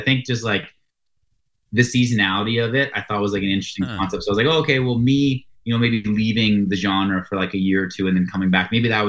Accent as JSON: {"language": "English", "town": "Coaldale", "region": "Alberta", "country": "Canada", "tie": "born or raised there", "said": "He was from Coaldale, like my hometown that I grew up in."}